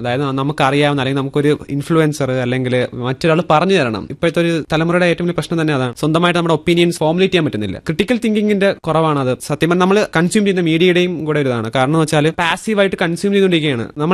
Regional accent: Varkala, Kerala, India; ഞാൻ വരുന്നത് വർക്കലയിൽ നിന്നാണ്.

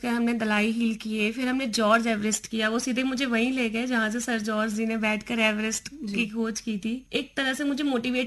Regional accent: Delhi, India; मैं दिल्ली से हूँ

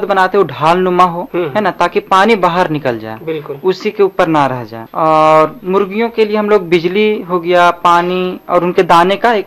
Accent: Jharkhand, India; और हम इचाक प्रखंड का मने गाँव का रहने वाले हैं

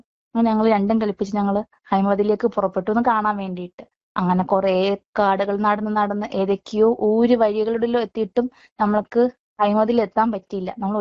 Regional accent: Kottarakkara, Kerala, India; ഞാൻ കൊട്ടാരക്കര സ്വദേശിനി

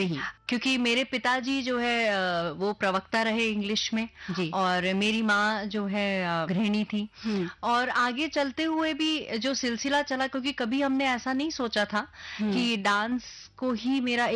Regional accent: Dehradun, Uttarakhand, India; देहरादून से मैं हूँ, पली बड़ी वहीं पर हूँ

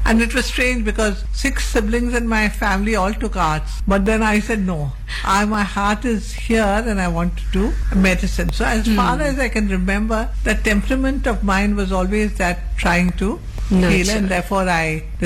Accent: Karnataka, India

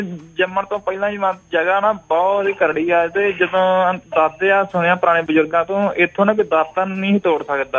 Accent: Tarn Taran district, Punjab, India; ਗੱਲ ਕਰਦੇ ਆ ਜੀ, ਮਗਰਿੰਦਰਪੁਰ ਤੋਂ, ਨਿੱਕੀ ਮੱਖੀ, ਜ਼ਿਲ੍ਹਾ ਤਰਨ ਤਾਰਨ, ਬਾਰਡਰ ਏਰੀਏ ਤੋਂ

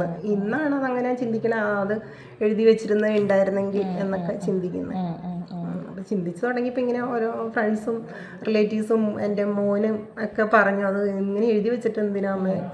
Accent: Kanjiramattom, Kerala, India; ഞാൻ ജനിച്ചതും വളർന്നതും എന്നെ കല്യാണം കഴിച്ചിരിക്കുന്നതും കാഞ്ഞിരമറ്റത്ത് തന്നെയാണ്. കാഞ്ഞിരമറ്റത്തിൽ അതിൻ്റെ കോട്ടയം ബോർഡറിലുള്ള അരിയങ്കാവിൽ നിന്നുള്ള സ്ഥലത്താണ് എൻ്റെ വീട്.

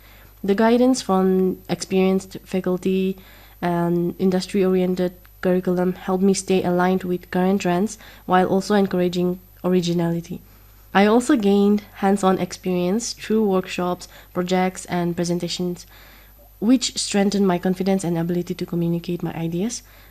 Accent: Nagaland, India; Growing up in Nagaland, we are surrounded by rich cultural textiles and craftsmanships.

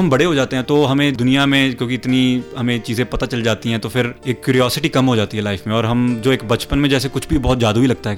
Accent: Gurdaspur, Punjab, India; क्योंकि मैं ऐसे रीजन से हूँ, माझा रीजन गुरदासपुर, जो जिसमें बहुत ही परफॉर्मेटिव किस्म के लोग होते हैं

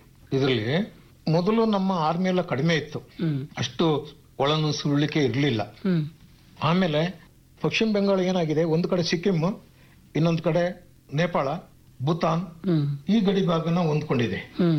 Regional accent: Kodagu, Karnataka, India; ಮತ್ತೆ ನಾವು ಮೂಲತಃ ಕೊಡಗಿನವರಾದ್ರಿಂದ ನಾವು ಸ್ವಲ್ಪ ಹಾಕಿ ಆಟಗಾರರು

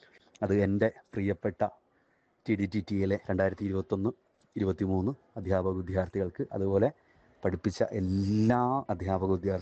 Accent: Thuravoor, Kerala, India; ഞാൻ ആലപ്പുഴ ജില്ലയിലെ തുറവൂർ സ്വദേശിയാണ്. ഞാനൊരു അധ്യാപകനാണ്.

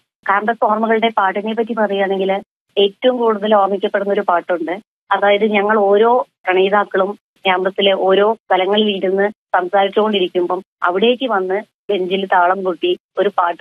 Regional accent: Kozhikode, Kerala, India; ഞാൻ കോഴിക്കോട് സ്വദേശിനിയാണ്. പഠിച്ചത് government arts and science college കോഴിക്കോടാണ്.

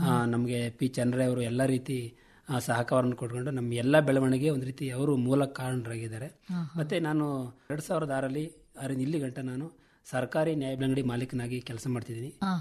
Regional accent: Aichanahalli, Karnataka, India; ನಾವು ಮೂಲತಃ ಹೊಳೆಸಿಪುರ ತಾಲೂಕು ಐಚನಹಳ್ಳಿ ಗ್ರಾಮದವರು.

